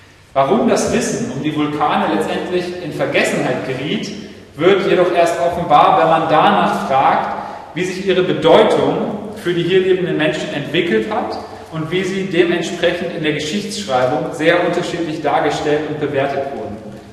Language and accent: German; Marburg, Hesse, Germany; now in Halle, Germany